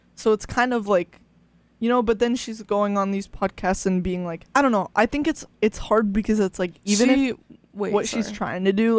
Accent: United States; I'm an American.

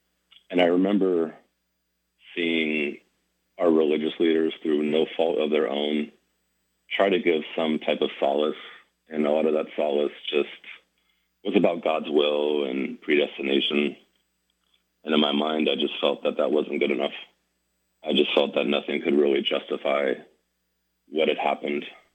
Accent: Stockton, California, United States; growing up in Stockton and growing up Muslim

